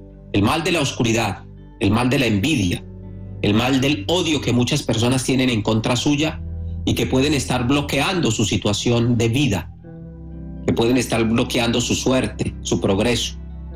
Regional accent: Catemaco, Veracruz, Mexico

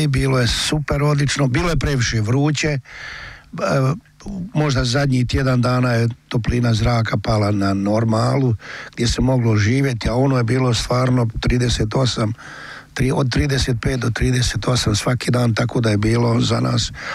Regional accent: Posavina, Bosnia & Herzegovina; born there; moved away; U Bosni i Hercegovini sam bio 25 dana u rodnoj Posavini.

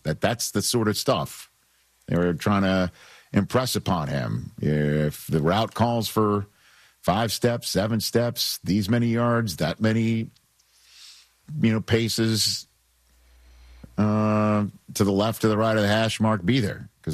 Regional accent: New York, United States; now in Michigan, United States; no, but again, I'm a New Yorker before I was a, you know, a de facto Michigander, you know, for sure.

